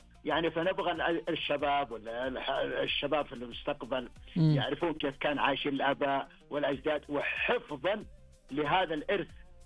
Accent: Saudi Arabia; على حفظ ماضي مملكتنا ومنطقتنا وقريتنا التي نعيشها.

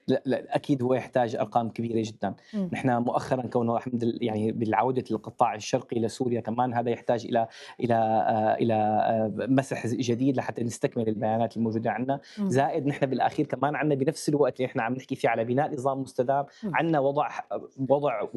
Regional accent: Syria; نحن كدولة سورية

